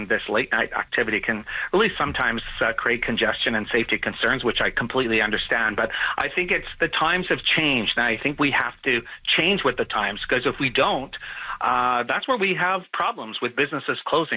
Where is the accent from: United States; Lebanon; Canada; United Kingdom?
Canada; Winnipeg, Manitoba; now in Toronto, Canada; I'm originally from Winnipeg, so I always look at Toronto as the major hub of everything, you know, progressive.